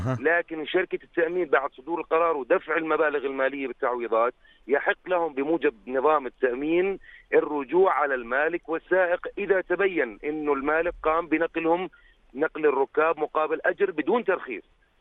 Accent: Jordan

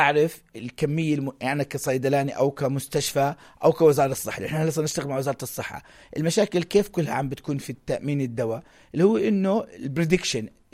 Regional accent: Jordan; احنا نكون بايز عشان اردنيين،

